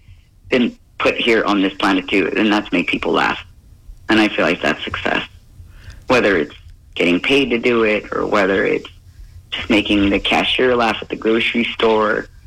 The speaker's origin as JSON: {"language": "English", "town": "San Jose", "region": "California", "country": "United States", "tie": "born or raised there", "also_born_or_lived": "Japan", "said": "I am actually born in Japan, but I am Filipino, raised in San Jose. So I'm not a native, but I do love San Jose."}